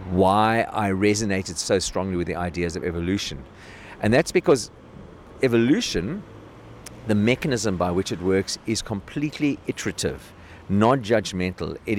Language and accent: English; South Africa; As a South African artist, like many of my attributes, Jewish, South African, I grew up under apartheid